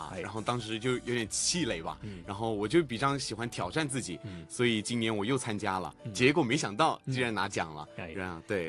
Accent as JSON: {"language": "Chinese", "town": "Dongguan", "region": "Guangdong", "country": "China", "tie": "born or raised there", "lives_now": "Guangzhou, China", "said": "我在東莞長大的，媽媽是河南人，爸爸是香港人，所以在家裡面更多讲的是一个普通话，所以呢，我就是普通话会更倾向于我的日常表达一点"}